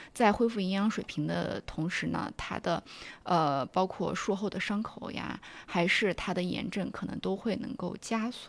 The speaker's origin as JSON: {"language": "Chinese", "country": "China", "said": "我们中国人，就是我们咱们国家"}